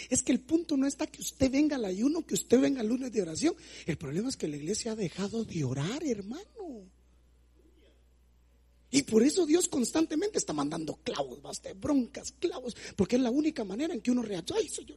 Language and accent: Spanish; Jutiapa, Guatemala; yo soy de Jutiapa, hermano.